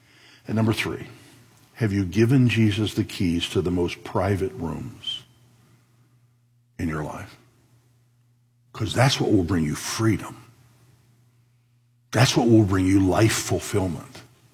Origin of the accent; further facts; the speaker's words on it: United States; After all, we're American.